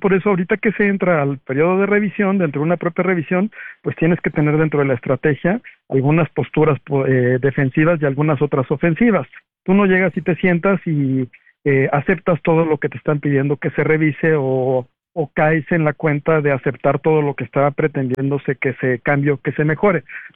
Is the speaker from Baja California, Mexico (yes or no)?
yes; Tijuana, Baja California, Mexico; nosotros que somos del norte, de Tijuana, de la frontera, que lo vivimos diariamente y lo respiramos